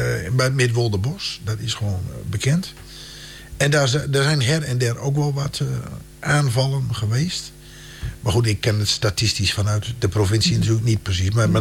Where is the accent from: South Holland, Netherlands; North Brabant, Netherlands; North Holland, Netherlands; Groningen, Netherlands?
Groningen, Netherlands; Westerwolde; ik kwam natuurlijk uit Vesterwolde.